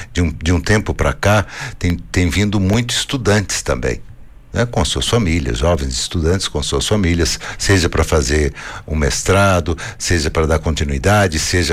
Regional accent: Brazil; now in Northern Portugal; Nós, enquanto brasileiros

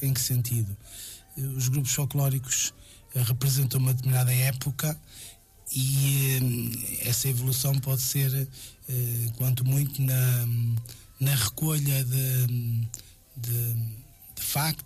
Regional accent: Meinedo, Porto, Portugal; moved away as an adult; now in Sousela, Portugal; em Romariz, em Meinedo, a terra onde eu nasci

